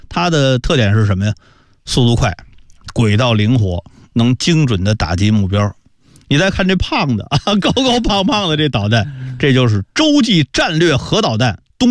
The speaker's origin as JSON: {"language": "Chinese", "country": "China"}